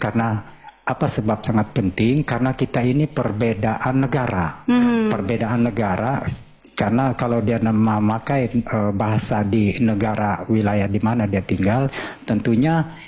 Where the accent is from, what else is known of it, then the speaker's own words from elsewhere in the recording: North Kalimantan, Indonesia; Kelangkang itu dilakukan, itu merupakan salah satu tradisi budaya kami orang Tidung.